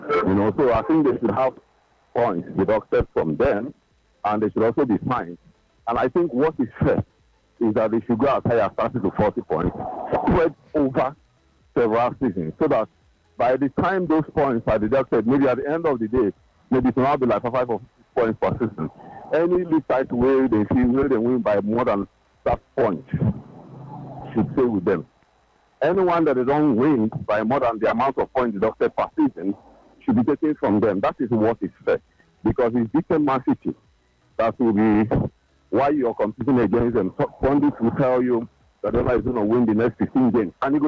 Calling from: Lagos, Nigeria; I'm calling from Lekki.

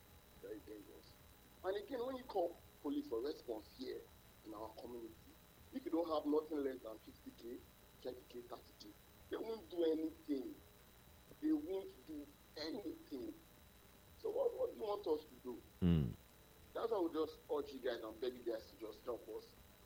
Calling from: Ikorodu, Lagos, Nigeria; I'm calling from Ikorodu.

